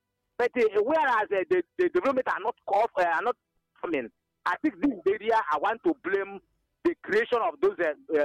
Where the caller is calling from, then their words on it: Nkomoro, Ebonyi, Nigeria; I am reaching you from Nkomoro, located in Inyaba, DC of Ebonyi State.